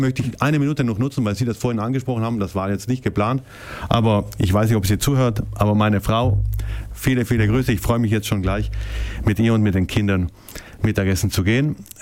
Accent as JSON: {"language": "German", "town": "Colfosco", "region": "Trentino-Alto Adige", "country": "Italy", "tie": "born or raised there", "said": "Wenn ich in meiner Kindheit vielleicht einmal im Monat von Kolfuschk nach Bruneck gekommen bin"}